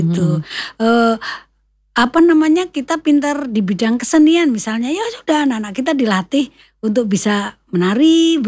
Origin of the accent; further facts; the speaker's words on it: Java, Indonesia; now in Banyumas, Indonesia; kita kan orang Jawa ya